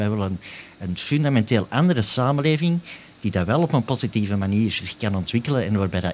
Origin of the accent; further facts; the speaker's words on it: Antwerp, Flanders, Belgium; dat ik zelf ook van Antwerpen-Noord ben en van het Sint-Jansplein.